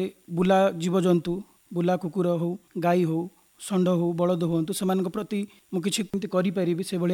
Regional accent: Bhawanipatna, Odisha, India; ମୋର ଘର ଭବାନୀପାଟଣା। ପେଶାରେ ମୁଁ ଜଣେ ଆଇନଜୀବୀ। କଳାହାଣ୍ଡି ଜିଲ୍ଲା ଓ ଦୌରାଜଜ କୋର୍ଟରେ ମୁଁ ଆଇନଜୀବୀ ଭାବରେ କାର୍ଯ୍ୟରତ ଅଛି।

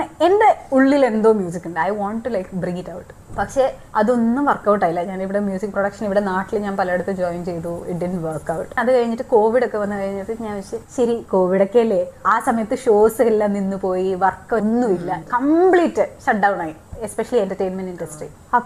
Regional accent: Dubai, United Arab Emirates; ഞാൻ ദുബായിലാണ് പഠിച്ചത് വളർന്നതൊക്കെ.

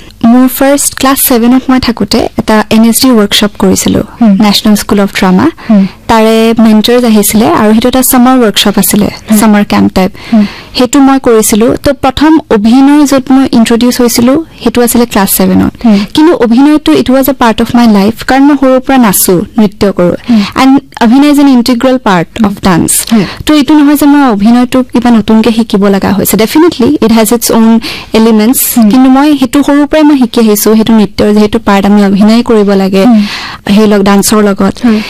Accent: Guwahati, Assam, India; born there; হয়, মোৰ জন্ম ইয়াতে গুৱাহাটীতে।

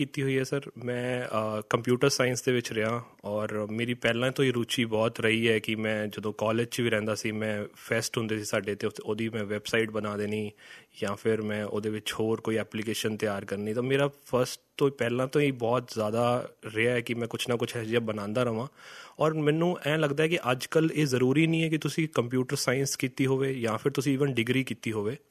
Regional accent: Bathinda, Punjab, India; moved away as an adult; also born or lived in Chandigarh; now in Bangalore, India; ਬਠਿੰਡਾ ਹੀ ਮੈਂ ਪੈਦਾ ਹੋਇਆ, ਉਸ ਤੋਂ ਬਾਅਦ ਮੇਰੀ ਸਕੂਲਿੰਗ ਵਗੈਰਾ ਸਭ ਬਠਿੰਡੇ ਦੀ ਹੈ। ਮੈਂ ਆਪਣੇ ਮੋਮ ਡੈਡ ਨਾਲ ਰਹਿੰਦਾ, ਮੇਰੀਆਂ ਸਿਸਟਰਸ ਹੈ ਉਹ ਬਾਹਰ ਸੈਟਲਡ ਹੈ। ਮੇਰੀ ਜੋ ਕਾਲਜ ਰਿਹਾ ਮੇਰਾ ਉਹ ਚੰਡੀਗੜ੍ਹ ਤੋਂ ਰਿਹਾ, ਔਰ ਪਿਛਲੇ 8 ਸਾਲ ਤੋਂ ਮੈਂ ਬੈਂਗਲੌਰ ਦੇ ਵਿੱਚ ਕੰਮ ਕਰ ਰਿਹਾ।

